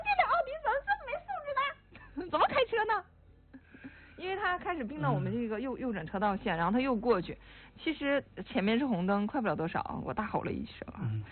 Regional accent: Northeast China, China; 这些词呢在我们东北人的对话框里出现的频率最高

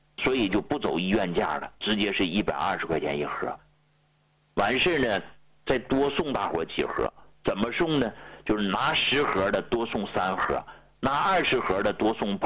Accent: Tianjin, China; 你像咱们天津人常说的借钱吃海鲜不算不会过

